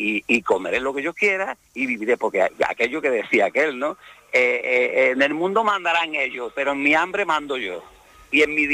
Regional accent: Andalusia, Spain; accent: Andalusian; Yo soy andaluz, hablo malamente, pero no es que hable malamente, es que hablo andaluz, porque soy andaluz

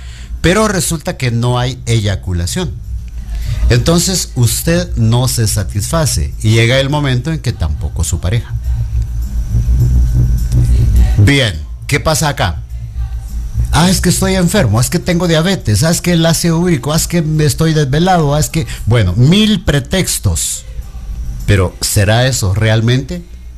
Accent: Guatemala; aquí somos chapines y hablamos con chapines

